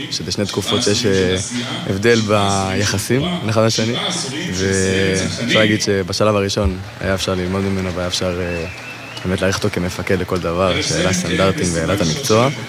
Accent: Ramat Gan, Tel Aviv District, Israel; אני מרמת גן.

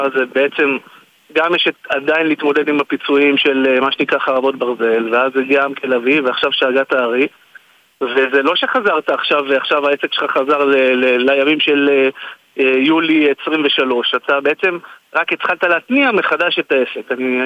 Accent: Kiryat Shmona, Northern District, Israel; also born or lived in Herzliya; אני גדלתי ונולדתי וגדלתי בקריית שמונה. יצאתי החוצה, גרתי 10 שנים בהרצליה, במרכז, למדתי, התפתחתי

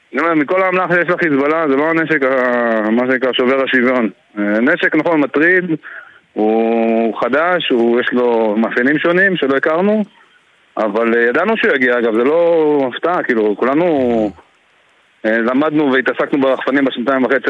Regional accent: Kiryat Shmona, Northern District, Israel; now in Kibbutz (Northern District), Israel; אני במקור מקריית שמונה וגר בקיבוץ הגושם.

